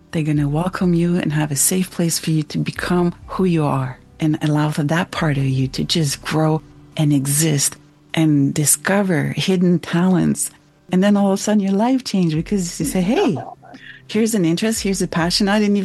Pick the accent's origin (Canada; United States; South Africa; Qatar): Canada; Montreal, Quebec; now in Vancouver, Canada; I'm from Montreal.